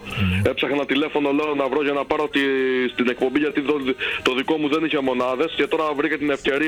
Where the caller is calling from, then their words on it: Kalamaria, Central Macedonia, Greece; από Καλαμαριά